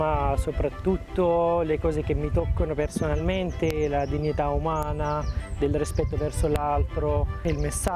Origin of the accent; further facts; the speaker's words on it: Syria; Italian is a second language; now in Italy; Dopo la guerra in Siria e dopo 2 volte che sono rimasto ferito in Siria, ho dovuto lasciare il mio paese. Io vengo da una piccola città di 23.000 cristiani